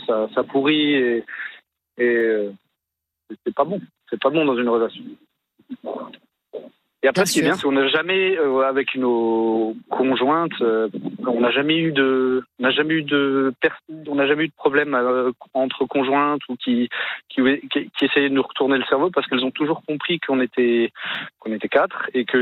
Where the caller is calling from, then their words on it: Bergheim, Grand Est, France; À Bergheim.